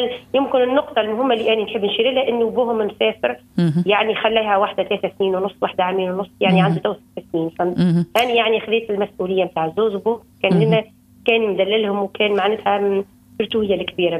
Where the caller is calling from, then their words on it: Mahdia, Mahdia Governorate, Tunisia; من المهدية.